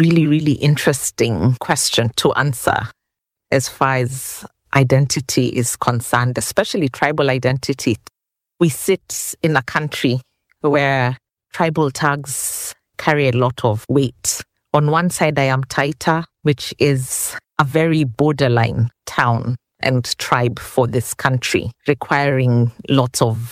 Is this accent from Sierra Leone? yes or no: yes; Freetown, Western Area, Sierra Leone; also born or lived in Nairobi, Kenya; because Freetown is a place for me that I have grown up in from as early as 7 months. I did say that I was born in Nairobi, but I d